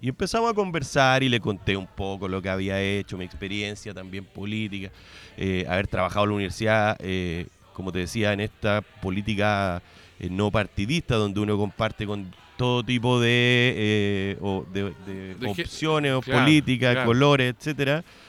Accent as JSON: {"language": "Spanish", "town": "Linares", "region": "Maule", "country": "Chile", "tie": "born or raised there", "moved": "yes", "lives_now": "Colina, Chile", "said": "yo me crié en Linares, en Hierbas Buenas, no sé, pues yo me sentía más cómodo acá, entonces yo soy corralero de toda la vida"}